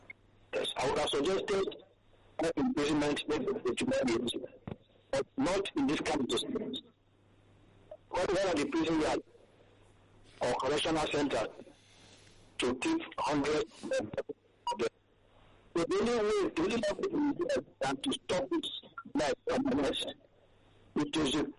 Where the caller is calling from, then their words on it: Ojo, Lagos, Nigeria; from Ojo Legbas.